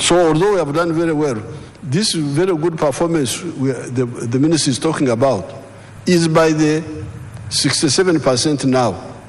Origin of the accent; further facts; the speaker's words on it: Ntungamo, Western Region, Uganda; And I can describe, because I'm from Ntungamo. Ntungamo, all of us were in the Okore Chidachonga.